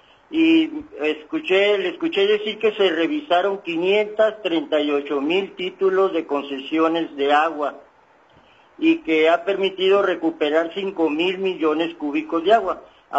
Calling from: La Relumbrosa, Mexico; Le saluda cordialmente … desde La Relumbrosa.

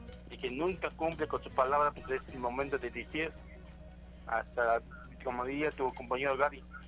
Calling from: San Juan Huactzinco, Tlaxcala, Mexico; De San Juan, Huatzinco

